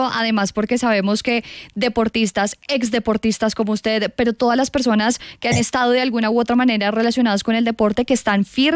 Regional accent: Colombia; Es un poco como lo que lo mueve ahora uno, a como colombiano

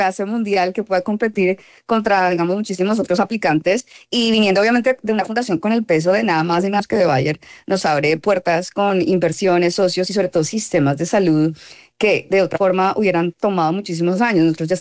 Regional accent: Colombia; Y pues para mí como colombiana construyendo tecnología médica pues de punta

